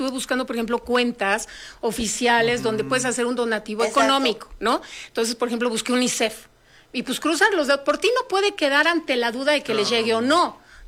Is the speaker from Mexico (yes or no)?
yes; Mexico; a mí como mexicana me llena de orgullo, ¿no?